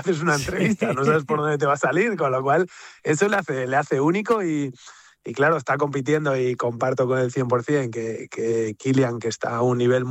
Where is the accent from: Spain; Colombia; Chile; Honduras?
Spain; Siempre, además que lo gane un español, para mí como español, pues es un orgullo